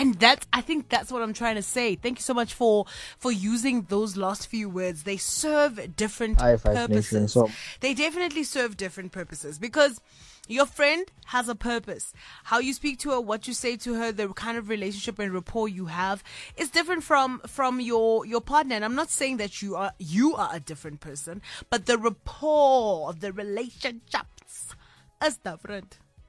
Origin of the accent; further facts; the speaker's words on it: Kimberley, Northern Cape, South Africa; I'm from Kimberley. That's like, we are neighbors